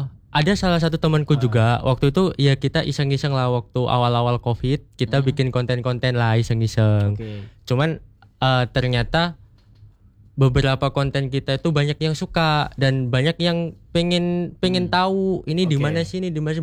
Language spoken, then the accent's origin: Indonesian; Sidoarjo, East Java, Indonesia; also born or lived in Jakarta; now in Surabaya, Indonesia; Memang saya aslinya orang Sidoarjo. Cuman waktu datang ke Surabaya karena dari film